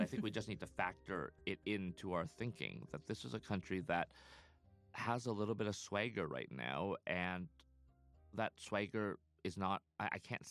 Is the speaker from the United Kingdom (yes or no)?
no; Canada; born there; But my exception was simply that I was born in Canada. I'm Canadian, and therefore I was